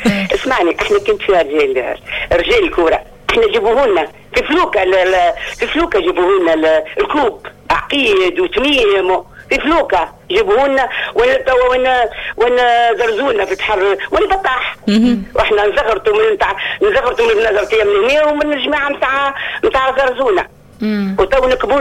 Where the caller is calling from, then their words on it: Bizerte, Bizerte Governorate, Tunisia